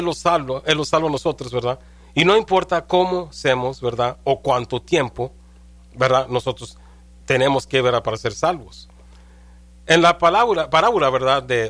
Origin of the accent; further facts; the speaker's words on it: California, United States; El ministerio, ¿verdad?, originó de donde yo soy, ¿verdad?, en California.